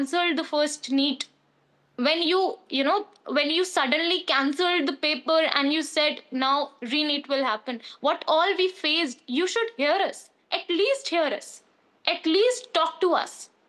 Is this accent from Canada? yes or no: no; India; I'm an Indian, you know, I'm an Indian citizen.